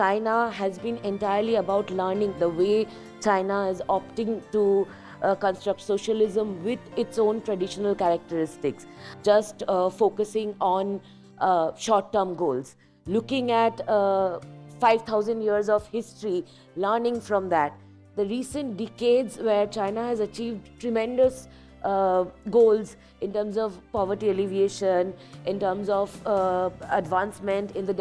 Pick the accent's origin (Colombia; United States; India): India; I come from India, but our realities are very different